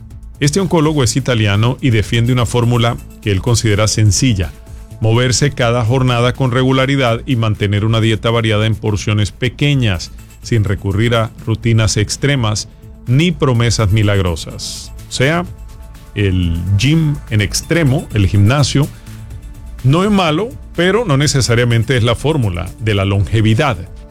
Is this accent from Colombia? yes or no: yes; Colombia; Así están las cosas en Colombia. Y mientras así están en mi país